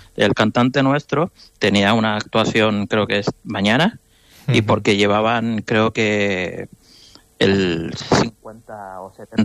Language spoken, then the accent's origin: Spanish; Barcelona, Catalonia, Spain; Mira, nosotros somos de aquí de Barcelona